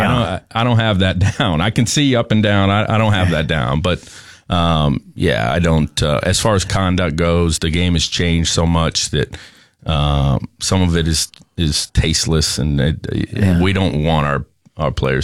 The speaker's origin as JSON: {"language": "English", "region": "Maine", "country": "United States", "said": "Or, i.e., my family, right? Because I'm from Maine."}